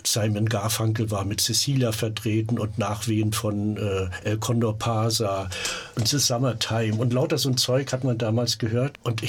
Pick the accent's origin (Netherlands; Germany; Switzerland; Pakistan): Germany; Lelkendorf, Mecklenburg-Vorpommern; born there; also born or lived in Hohendemzin / Saxony / Gnoien; Also ich bin dann von Hohendemzin nach Lelkendorf gezogen und war dort wieder auf einer Schule bis zur 8. Klasse.